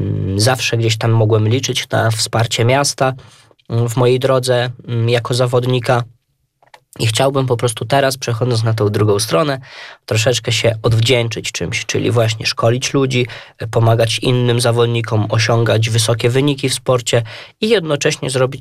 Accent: Łomża, Podlaskie Voivodeship, Poland; ja jestem rodowitym Łomżyniakiem od pokoleń, od pradziadka, pradziadek z Łomży, dziadek, tata, ja

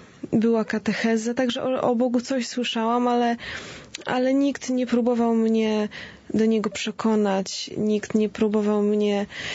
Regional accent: Łódź, Łódź Voivodeship, Poland; chociaż moi rodzice, mój tato pochodzi z mniejszej miejscowości, ale ja już od urodzenia mieszkam w Łodzi, jestem łodzianką.

